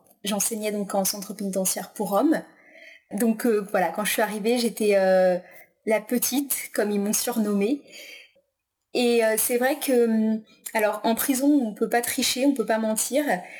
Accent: Brittany, France; now in Tours, France; Alors donc je suis de Bretagne, originaire de Bretagne, ma famille vit en Bretagne, donc j'ai fait mes études à l'université de Rennes.

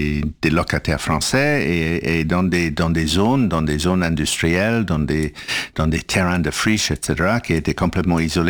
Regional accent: Canada; now in France; j'ai grandi au Canada

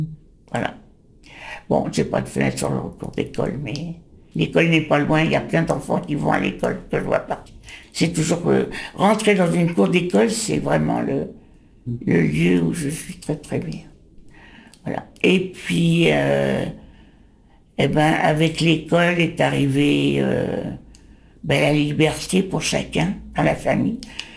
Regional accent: Paris, Île-de-France, France; moved away as an adult; also born or lived in Auvers-sur-Oise; now in Soisy, France; je suis née, j'ai vécu dans le 11e, jusqu'à 18 ans, de 38 à 56. Ensuite, j'ai habité le 20e. Ensuite, quand je me suis mariée, j'ai habité le 13e.

